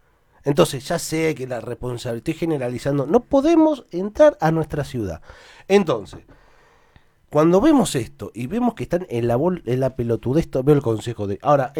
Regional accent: Bahía Blanca, Buenos Aires Province, Argentina; porque yo soy viejo de Bahía como yo.

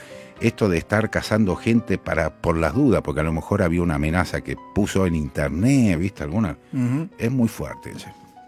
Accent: Argentina

